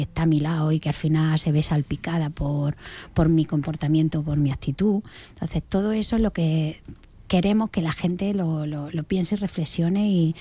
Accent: Baza, Andalusia, Spain; Los que somos de Baza, pues tampoco estamos tan sumamente lejos.

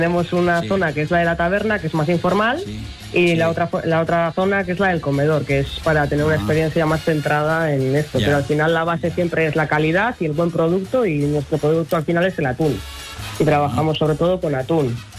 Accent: Ea, Basque Country, Spain; Soy de Ea. Otro pueblito cercano.

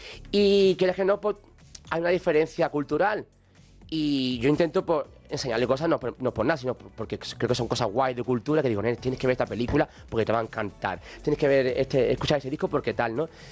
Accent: Andalusia, Spain

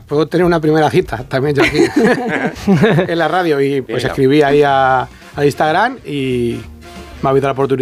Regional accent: Spain; accent: Toledo; O sea, tenemos el acento más de Toledo que de Madrid.

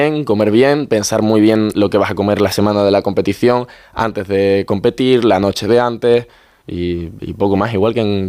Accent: Seville, Andalusia, Spain; now in Madrid, Spain

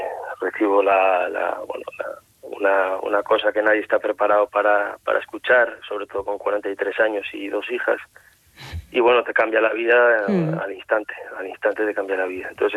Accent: Moaña, Galicia, Spain; now in Ribeira, Spain; yo soy de Moaña, uh-huh, y bueno, afincado en Ribeira

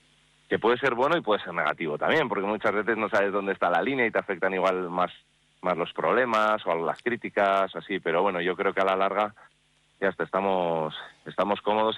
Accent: Vitoria-Gasteiz, Basque Country, Spain; born there; yo soy nacido aquí en Gasteiz

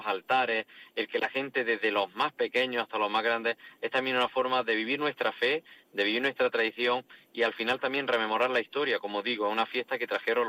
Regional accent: Granada, Andalusia, Spain; Pues la verdad es que están siendo días grandes cada vez que celebramos el Corpus en Granada. Para un granadino de a pie, celebrar el Corpus es celebrar los días de encuentro, los días de fiesta

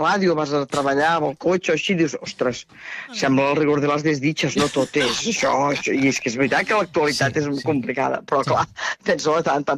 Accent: Terrassa, Catalonia, Spain; Jo sóc de Terrassa i, bueno, a vegades quan passes, ostres, aquí va ser on no?

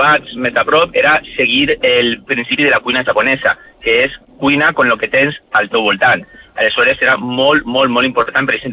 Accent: Valencia, Valencian Community, Spain; Jo soc de València, que és aquí

